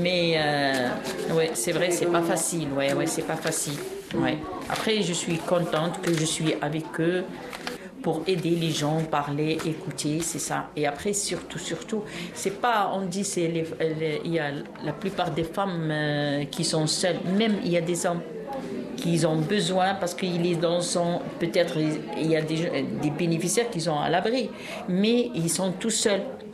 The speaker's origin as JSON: {"language": "French", "country": "Algeria", "second_language": "French", "lives_now": "France", "said": "Oui, oui, oui. Moi, je suis algérienne."}